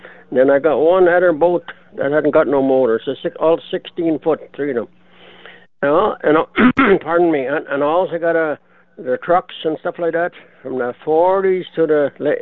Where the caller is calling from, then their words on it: Manitoba, Canada; I'm calling from the cloudy Interlake.